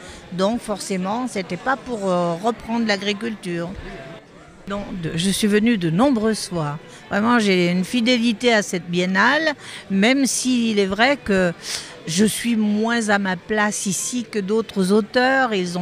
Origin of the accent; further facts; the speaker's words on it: Auvergne-Rhône-Alpes, France; je viens de Maurienne, je viens de loin.